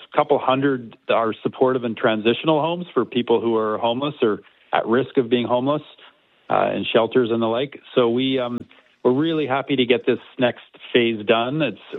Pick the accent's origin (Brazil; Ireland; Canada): Canada; Vancouver, British Columbia; my hometown, Vancouver